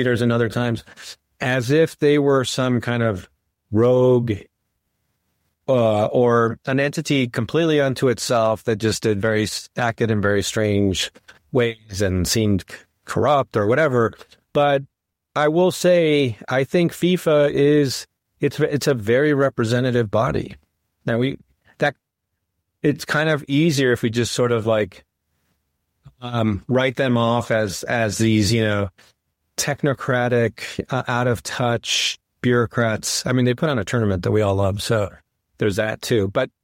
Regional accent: Mexico; I mean, I'm very American in many ways and very Mexican in many ways, and there are many, perhaps, ways in which I'm more American than Mexican

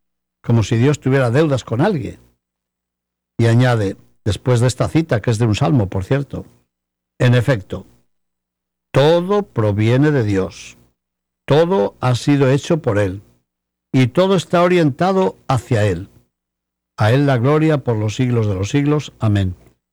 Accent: Spain; Hace pocos días, en mi tierra, en España, en el noroeste de España sobre todo, nuestros ciudadanos han tenido ocasión de presenciar un eclipse de sol.

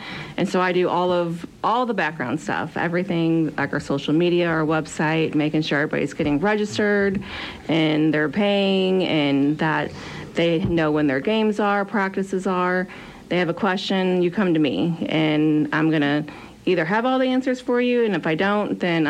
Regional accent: St. Louis, Missouri, United States; moved away as an adult; now in Sedalia, United States; So I am originally from St. Louis.

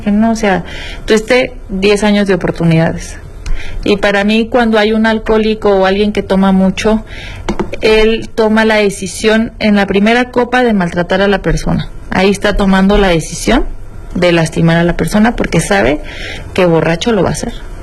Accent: Zinapécuaro, Michoacán, Mexico; Sinapecuaro, Michoacán.

